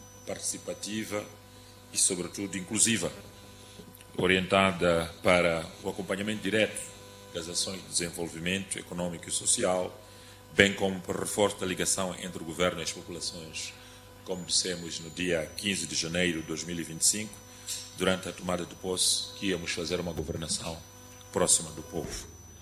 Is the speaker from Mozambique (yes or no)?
yes; Mozambique; como moçambicanos, contribuindo para a segurança alimentar e para um futuro mais sustentável para o nosso país, Moçambique.